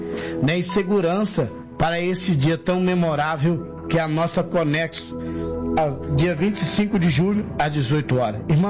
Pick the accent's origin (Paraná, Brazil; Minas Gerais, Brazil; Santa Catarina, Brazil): Minas Gerais, Brazil; sou mineiro